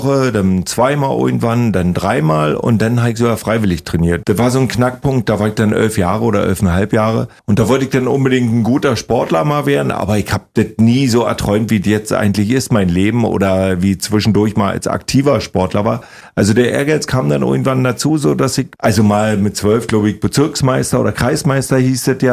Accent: Briesen, Brandenburg, Germany; also born or lived in Bad Saarow / Fürstenwalde; Ich bin ja in Bad Saarow geboren, dann in Briesen sozusagen groß geworden. Das ist gleich so ein Dorf daneben.

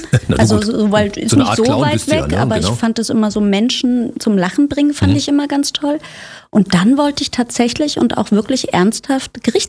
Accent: Potsdam, Brandenburg, Germany; also born or lived in Zehdenick; now in Berlin, Germany; Von hier Zedenick geboren, Potsdam aufgewachsen und dann in den Osten von Berlin gezogen, immer noch Ossi hier.

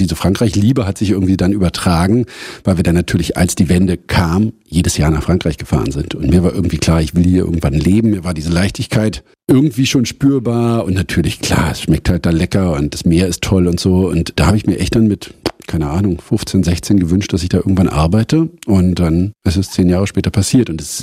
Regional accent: Berlin, Germany; Ja, also ich war 7, als die Mauer fiel. Und ich bin davor in der Stargarder Straße aufgewachsen.

